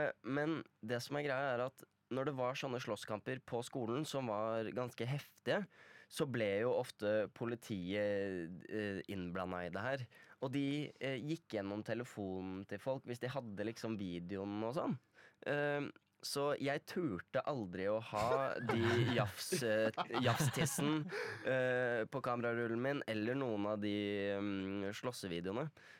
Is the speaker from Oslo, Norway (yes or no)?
yes; Oslo, Norway; Jeg er fra Oppsal på østkanten.